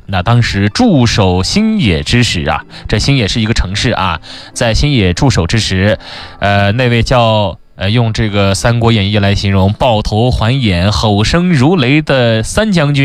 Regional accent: Shijiazhuang, Hebei, China

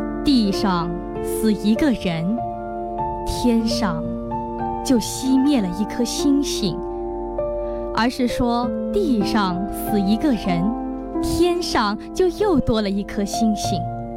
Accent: Zhaoqing, Guangdong, China; 我系肇庆人。

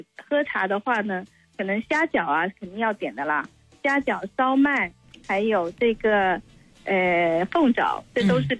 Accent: Shantou, Guangdong, China; now in Guangzhou, China; 我是觉得我家乡汕头做的比广州好，

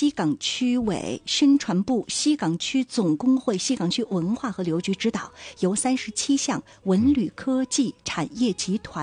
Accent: Dalian, Liaoning, China; 这首歌是我们大连人非常喜欢的

